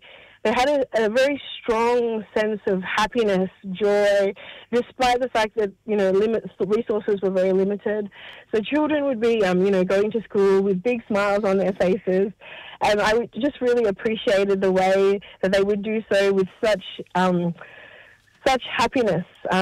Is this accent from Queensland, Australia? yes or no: no; Melbourne, Victoria, Australia; born there; moved away as an adult; now in Canberra, Australia; I grew up in Melbourne, exactly. So I come here at a young age, and I've been in I was in Melbourne for a good part of the first part of my life, actually, till the age of about 25, and then I moved to Canberra. For the last 16 years, I've been in Canberra